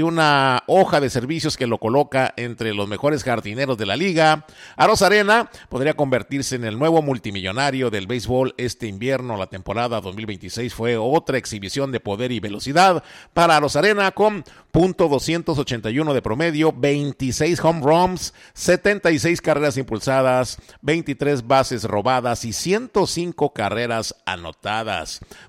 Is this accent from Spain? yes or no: no; Mexico; muchísima alegría para nosotros como mexicanos